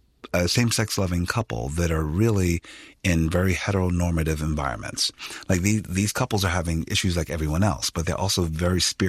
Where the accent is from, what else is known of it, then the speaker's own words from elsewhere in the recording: Philadelphia, Pennsylvania, United States; I come from a very humble place. I come from West Philadelphia, where, you know, a lot of blue collar folks. I was the first in my family to go to college.